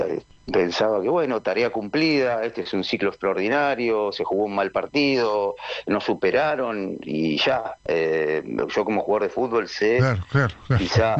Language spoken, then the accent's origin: Spanish; Argentina; Lo que estamos viendo con la selección argentina, nosotros lo naturalizamos porque somos argentinos, ¿no?